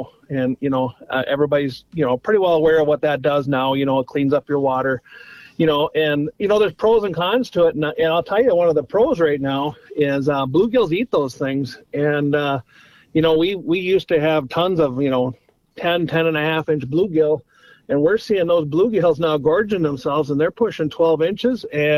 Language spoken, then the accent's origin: English; United States; I grew up on Big Stone Lake